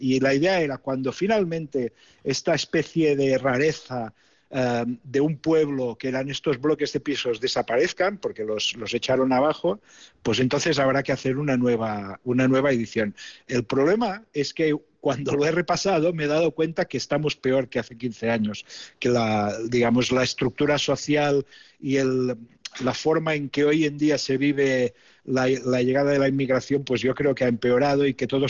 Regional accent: Catalonia, Spain; born there; que en realidad ya habían nacido casi todos en mi pueblo

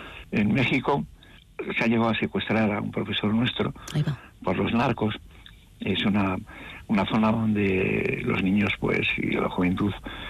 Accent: Basque Country, Spain; El primer vasco que tuvo el premio Roma era de mi pueblo, poco conocido, Germán Landazábal. Pero la música, el chistu, bueno, tuvimos una banda chistular

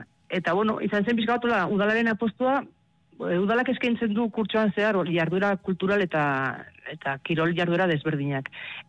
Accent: Pamplona, Navarre, Spain; now in Basaburua, Spain; ni Iruñekoa naiz, baina Basaburuan bizi naiz.

